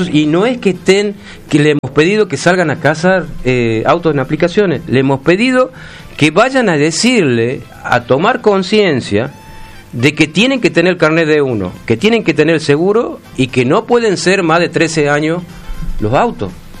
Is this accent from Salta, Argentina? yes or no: no; Tucumán, Argentina